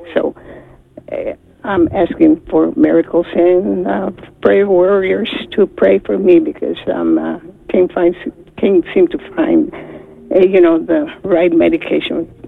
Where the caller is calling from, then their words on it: Cedar Park, Texas, United States; from Cedar Park, Texas.